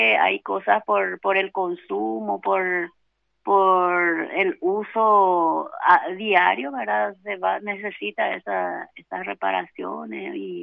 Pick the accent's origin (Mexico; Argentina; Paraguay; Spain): Paraguay; nuestras costumbres, nuestro folclore, nuestra identidad como paraguayos.